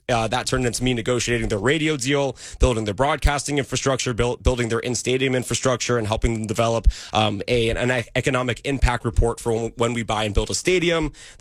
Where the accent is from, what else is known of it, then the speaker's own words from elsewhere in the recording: Thousand Oaks, California, United States; I'm from Thousand Oaks, which is in Ventura County.